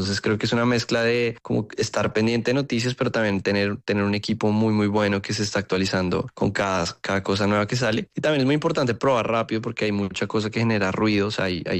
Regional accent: Colombia; now in United States

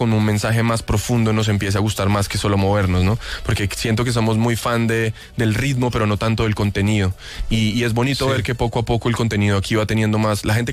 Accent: Colombia

